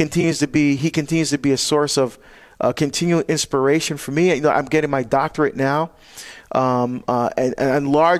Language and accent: English; New Jersey, United States; And then I grew up, and I'm in my home state of New Jersey right now